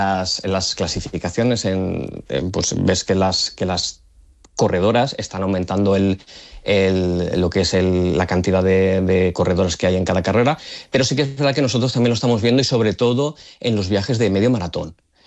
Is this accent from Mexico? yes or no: no; Valencia, Valencian Community, Spain; bueno, nosotros somos de Valencia, pero también organizamos maratón